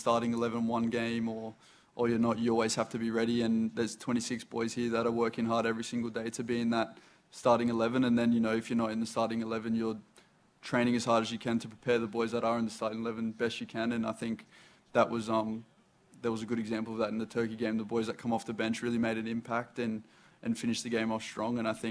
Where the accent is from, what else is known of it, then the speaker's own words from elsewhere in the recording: Australia; As an Aussie, it was quite feisty, and a lot of big tackles